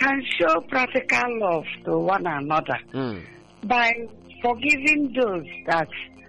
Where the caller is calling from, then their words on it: Umuafo, Nigeria; From Umuafo, about here.